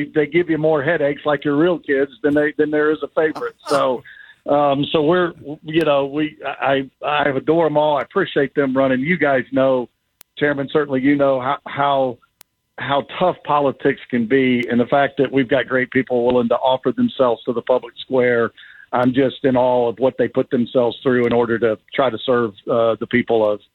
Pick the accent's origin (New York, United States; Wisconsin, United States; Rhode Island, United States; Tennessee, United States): Tennessee, United States; his famous speech of y'all can go to hell and I'm going to Texas was in my hometown.